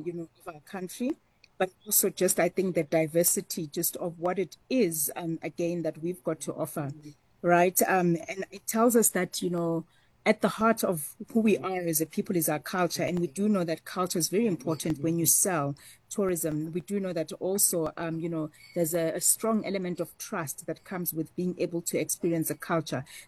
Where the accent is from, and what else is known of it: South Africa